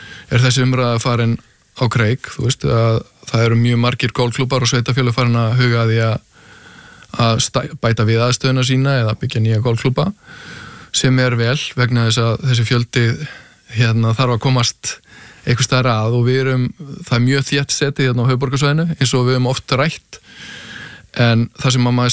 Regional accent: Hafnarfjörður, Capital Region, Iceland; ég ólst upp í Hafnarfirðinum að það golfklúmum Keili bara byrjaði þar 7-8 ára gamall.

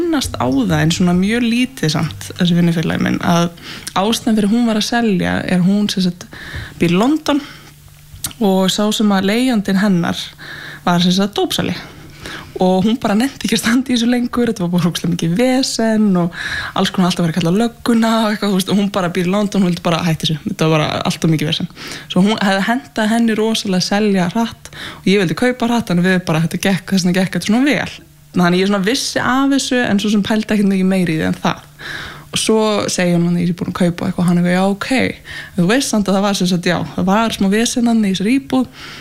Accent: Reykjavík, Capital Region, Iceland; ég sem stólst upp í Þingholtunum og horfði á Hallgrímskirkju út eldhúsgluggan

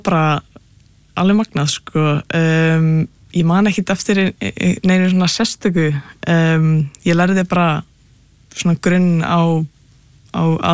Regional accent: Capital Region, Iceland; Nei, ég er hérna, ég er ættu að vestan ég úlst upp bara hérna bara á höfburgarsvæðinu sko.

